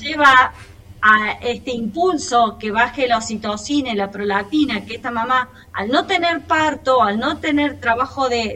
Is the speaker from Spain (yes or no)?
no; Córdoba, Argentina; moved away as an adult; now in Neuquén, Argentina; nací en Córdoba